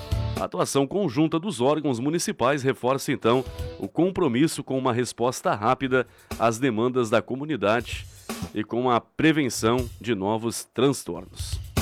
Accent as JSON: {"language": "Portuguese", "town": "Turvo", "country": "Brazil", "said": "Sou de Turvo, obrigado, Everaldo."}